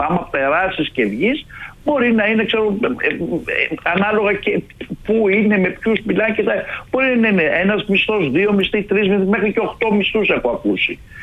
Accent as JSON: {"language": "Greek", "country": "Greece", "said": "Κάποτε ήμασταν εμείς οι Έλληνες"}